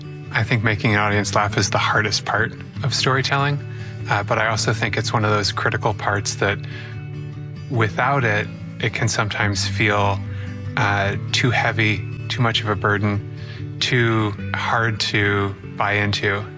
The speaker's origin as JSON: {"language": "English", "region": "Connecticut", "country": "United States", "tie": "born there", "lives_now": "Beacon, United States", "said": "I was born in Connecticut, but I've lived all over the United States and a few places in Europe, and I currently live in beautiful scenic Beacon, New York"}